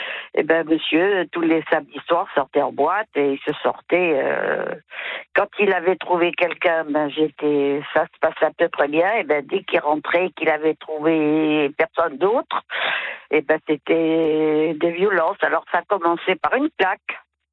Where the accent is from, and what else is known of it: Nouvelle-Aquitaine, France; born or raised there